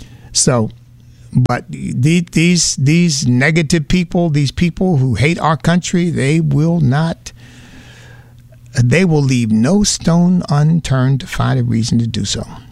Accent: United States; I'm an American

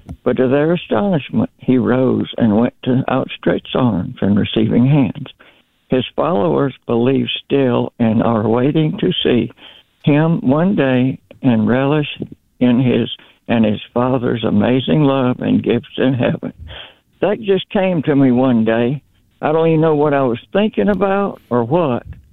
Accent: New Orleans, Louisiana, United States; also born or lived in Mississippi; now in Tennessee, United States; I grew up in New Orleans, but then lived in Mississippi for a good while. Anyway, I'm up in Tennessee.

